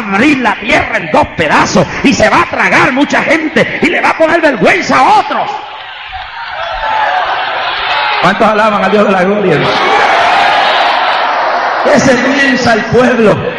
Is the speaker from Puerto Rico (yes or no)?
yes; Puerto Rico